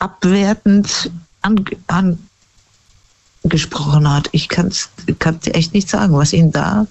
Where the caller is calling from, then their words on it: Germany; Und dann bist du ja auch noch in einem Religionsbereich, wo du eigentlich dich nicht so auskennst als Deutsche.